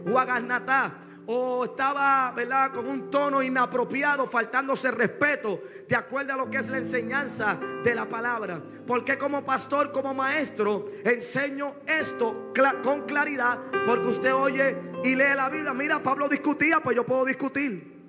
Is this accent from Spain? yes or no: no; Puerto Rico; Hablando acá como puertorriqueño